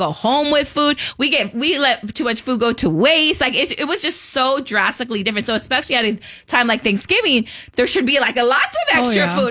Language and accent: English; United States; So I'm Mexican American. I've born here, but I grew up in, you know, my family's Mexican, right?